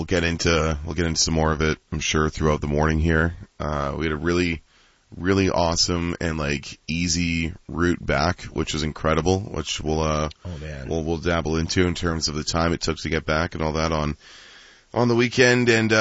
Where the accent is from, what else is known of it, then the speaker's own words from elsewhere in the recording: Canada; To see some friends and see some new sights in this great Canadian country of ours. I feel like I'm the Canadian explorer here for the last little bit.